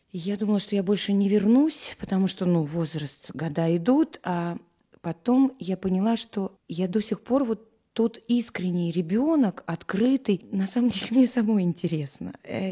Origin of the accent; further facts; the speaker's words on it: Yaroslavl, Yaroslavl Oblast, Russia; На время поехали, папа мой здесь родился, а уже я родилась в Ярославле, как-то, ну, осели, ассимилировались, я вообще ни о чем не жалею, прекрасный город.